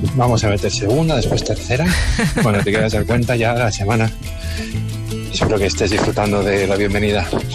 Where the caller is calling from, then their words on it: Alcorcón, Community of Madrid, Spain; de Alcorcón.